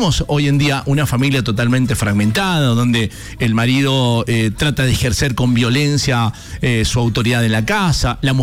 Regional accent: Argentina

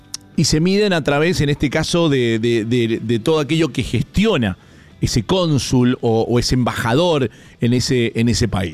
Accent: Argentina; somos argentinos obviamente

